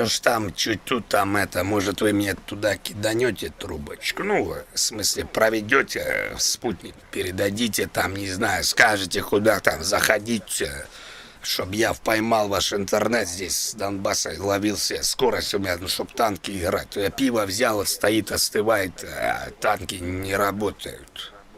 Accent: Moscow, Russia; accent: Moscow; Я коренной москвич, это по акценту, я думаю, всем понятно. Москвич я, москвич. У меня с детства Москва.

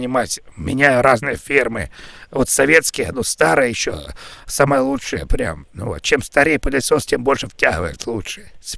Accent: Kyiv, Ukraine; Я с Украины, с Киева.

